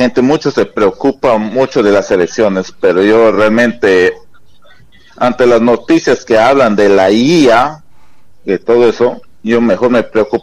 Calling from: Lima, Peru

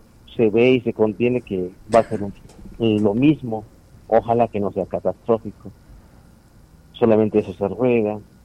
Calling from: Peru; Solamente como peruanos hay que lucharle del día a día

